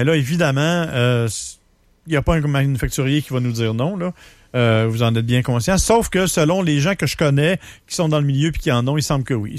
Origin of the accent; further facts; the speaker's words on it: Saint-Hyacinthe, Quebec, Canada; Moi, je suis de Saint-Hyacinthe, c'est pas un secret.